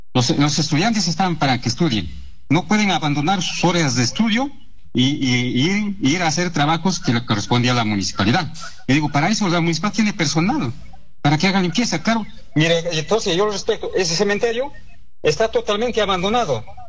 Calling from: Asunción district, Cajamarca, Peru; Estoy llamando de acá, del distrito de la Asunción.

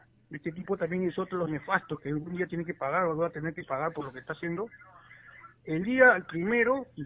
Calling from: Lima, Peru

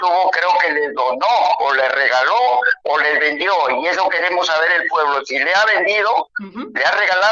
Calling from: Peru; De aquí, del centro de Cumbeco.

